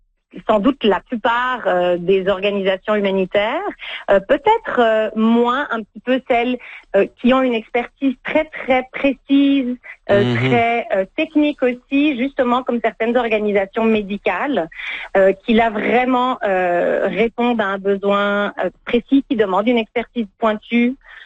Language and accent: French; Canada; des sinistres près de chez nous au Canada